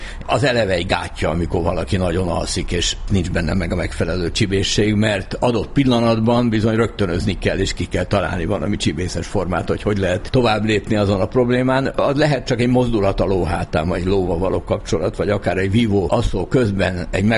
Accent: Agárd, Fejér, Hungary; also born or lived in Zugló, Budapest; Igen, hát én 4 éves voltam, amikor Zuglóból oda költöztünk, mert államos édesapám pékségét, és lementünk az agárdi házunkba.

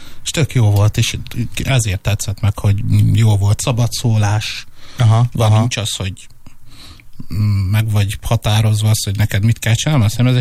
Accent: Budapest, Hungary; Fontos tudni, hogy én a 8 kerületben nőttem föl

